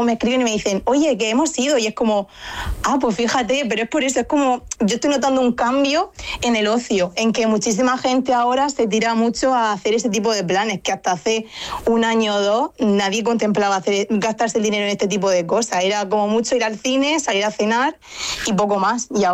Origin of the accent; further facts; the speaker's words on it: Region of Murcia, Spain; also born or lived in Madrid; estuve un tiempo viviendo en Madrid y uh-huh. cuando coincidía con más murcianos